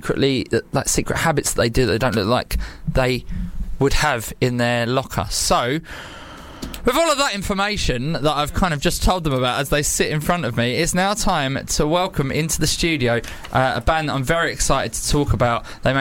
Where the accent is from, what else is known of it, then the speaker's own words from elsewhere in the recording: United Kingdom; as a British guy